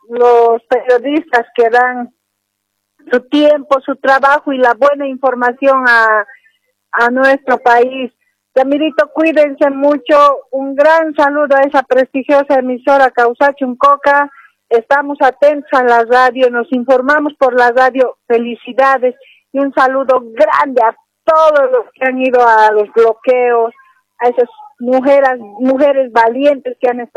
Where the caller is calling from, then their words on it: Santa Cruz de la Sierra, Santa Cruz, Bolivia; Hablo del Plan 3000.